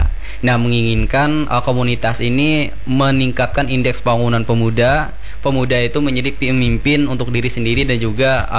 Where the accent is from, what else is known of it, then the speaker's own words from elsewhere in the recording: Central Kalimantan, Indonesia; aslinya dari Kabupaten Murung Raya, singkatnya sebagai mahasiswa sih sekarang gitu.